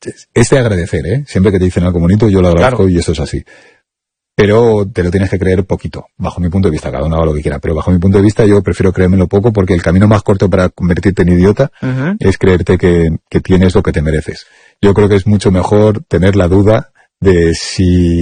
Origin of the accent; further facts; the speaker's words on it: Torrejón de Ardoz, Community of Madrid, Spain; Pues si yo soy de Torrejón.